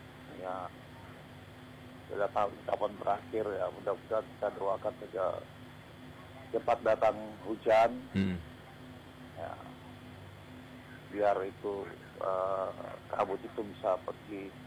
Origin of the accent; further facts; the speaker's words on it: Eastern Indonesia, Indonesia; sudah menjadi budaya bagi kami di kawasan timur